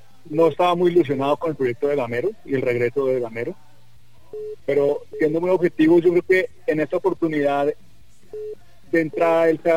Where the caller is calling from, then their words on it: Bogotá, Colombia; acá en Bogotá